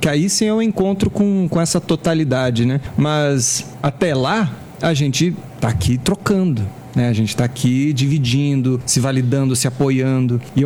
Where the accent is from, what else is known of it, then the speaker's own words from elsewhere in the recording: Brasília, Federal District, Brazil; born there; Eu nem sei de onde é que eu sou direito. Eu sou nascido em Brasília